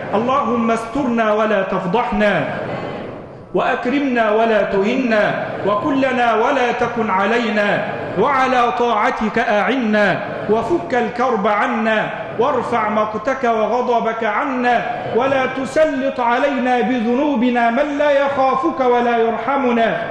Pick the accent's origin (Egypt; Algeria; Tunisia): Egypt